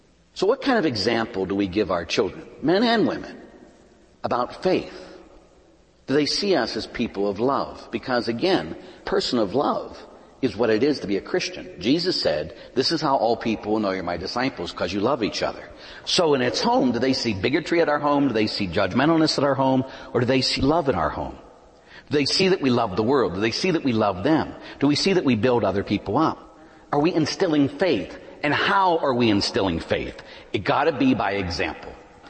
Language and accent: English; Pittsburgh, Pennsylvania, United States; born or raised there